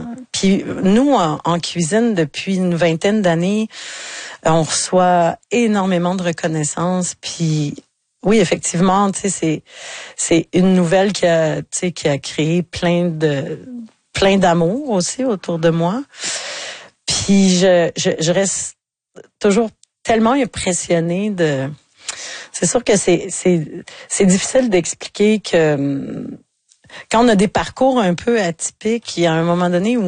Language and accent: French; Quebec, Canada; Tu sais, puis chez nous, dans le Bas-Saint-Laurent, tu sais, avec le vieux théâtre de Saint-Fabien